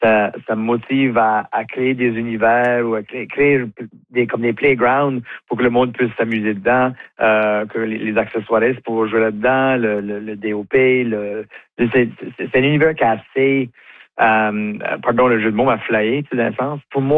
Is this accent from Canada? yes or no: yes; the Maritimes, Canada; on est capable à pousser l'enveloppe ici chez nous au Maritime, en Acadie.